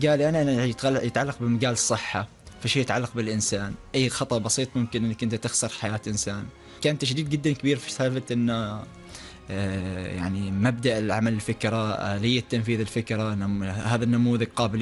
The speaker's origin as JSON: {"language": "Arabic", "country": "Oman", "said": "نحن الثلاثة العمانيين"}